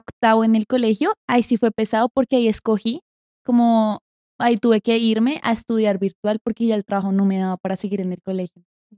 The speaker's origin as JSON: {"language": "Spanish", "region": "Bogotá", "country": "Colombia", "tie": "born there", "said": "Nací en Bogotá."}